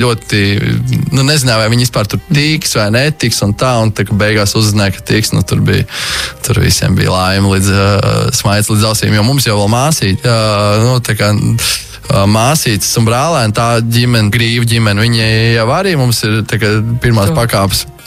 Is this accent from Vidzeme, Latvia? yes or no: no; Ventspils, Courland, Latvia; moved away as an adult; now in Riga, Latvia; es dzimis un audzis Ventspilī un visu bērnību pavadīju Ventspilī